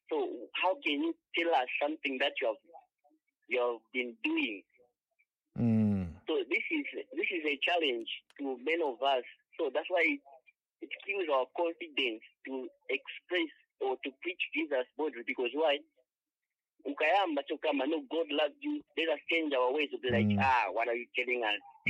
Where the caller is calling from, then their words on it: Lusaka, Lusaka Province, Zambia; I'm calling from Lusaka.